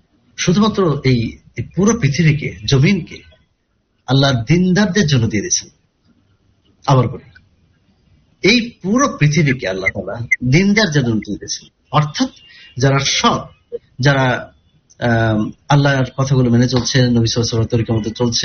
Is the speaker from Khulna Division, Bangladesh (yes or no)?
yes; Kushtia, Khulna Division, Bangladesh; moved away; আমার গ্রামের বাড়ি কুষ্টিয়ার